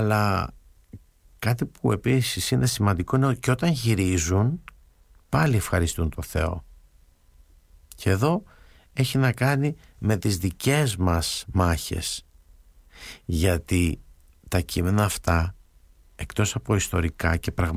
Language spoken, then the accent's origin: Greek; Greece; λέμε και εμείς ως Έλληνες